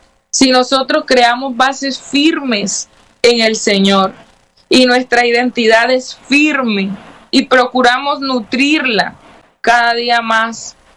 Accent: Colombia; born there; moved away; Yo nací en Colombia, soy colombiana.

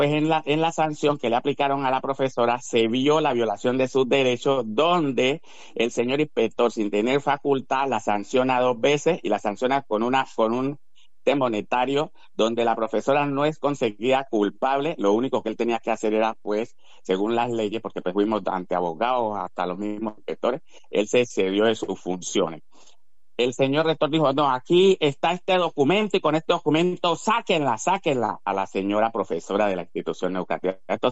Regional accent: Buenaventura, Valle del Cauca, Colombia; born there; Yo nací en Buenaventura, en el Hospital Santa Elena, le he recalcado varias veces. Me llevaron de niño al departamento del Chocó y me registraron en Ismina, Chocó.

